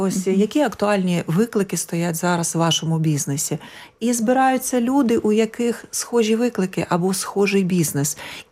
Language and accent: Ukrainian; Kyiv, Ukraine; Я з Києва, я живу в Києві вже більше 30 років